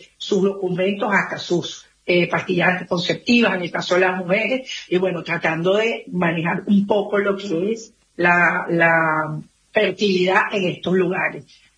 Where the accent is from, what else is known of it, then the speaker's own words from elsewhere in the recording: Venezuela; Es increíble la solidaridad que ha tenido a mi pueblo, porque yo soy venezolana